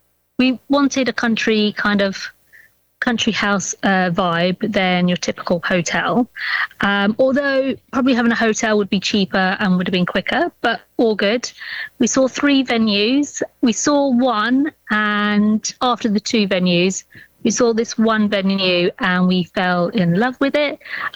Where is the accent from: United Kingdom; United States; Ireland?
United Kingdom; South East England; So I'm from Surrey.